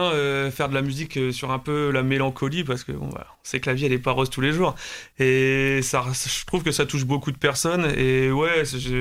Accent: Choisy-au-Bac, Hauts-de-France, France; Je suis originaire de l'Oise depuis tout petit, ouais, je suis né à Choisy-au-Bac, dans le 60.

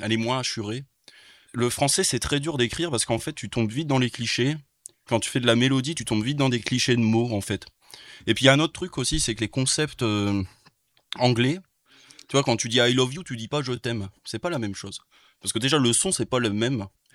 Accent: France; nous, ce qu'on écoute de la musique country quand on est français

